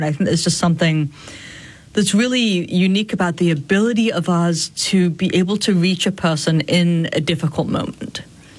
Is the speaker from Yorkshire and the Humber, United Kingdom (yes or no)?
yes; Sheffield, Yorkshire and the Humber, United Kingdom; now in North Carolina, United States; Yeah, Steel City. So, not the prettiest of places, but yes.